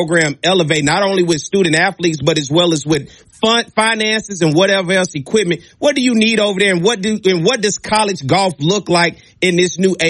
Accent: Pine Bluff, Arkansas, United States; I'm an Arkansas guy.

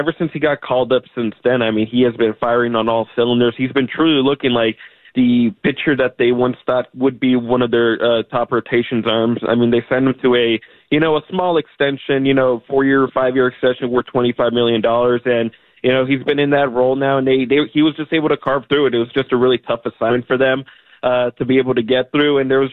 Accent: California, United States; moved away; I grew up in the West Coast. I grew up in California as an Oakland A's fan, right?

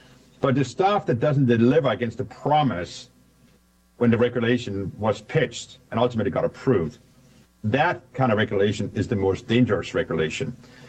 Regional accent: Denmark; I grew up in Denmark.

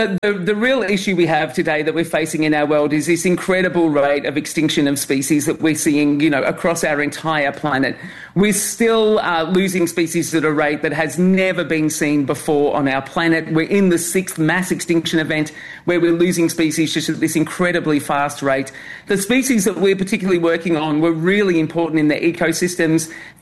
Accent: Australia; the Tasmanian tiger is another one from my home country of Australia that we're working on.

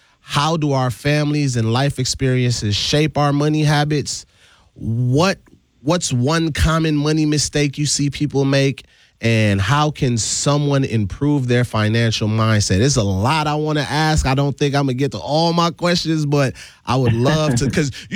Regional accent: U.S. Virgin Islands; now in United States; being born and raised in the Virgin Islands and moving to Wisconsin weather.

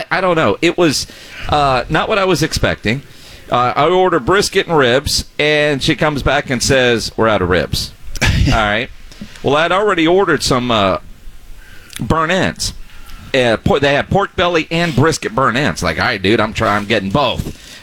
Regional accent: Texas, United States; I'm like, all right, I'm from Texas. I'm used to sliced brisket.

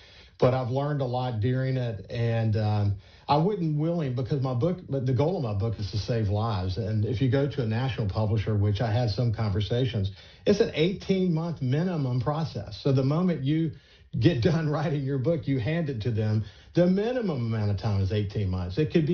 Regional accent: Gulfport, Mississippi, United States; also born or lived in Bellevue (possibly Biloxi), Mississippi; We grew up in Bellevue and Gulfport together

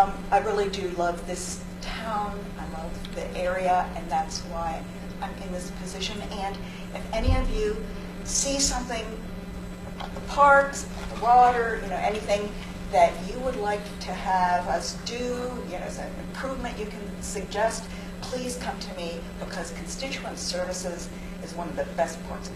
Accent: Frostburg, Maryland, United States; they find out I'm from Frostburg

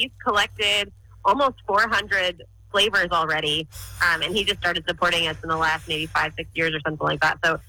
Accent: Wheaton, Illinois, United States; also born or lived in California; Yeah, I grew up in Wheaton, actually, Wheaton, Illinois.

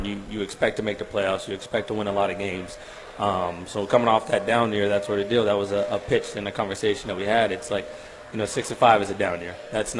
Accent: Oceanside, California, United States; now in Winchester, United States; I was born and raised in Oceanside. So okay. Oceanside is where I'm from. I was born and raised there, but Winchester is where I currently live.

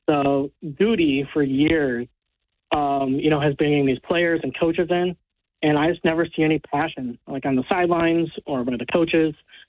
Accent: Green Bay, Wisconsin, United States; now in Chicago, United States; I actually live in Chicago, but grew up most of my life in Green Bay.

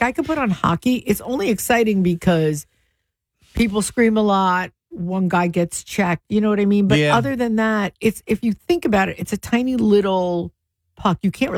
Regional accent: United States

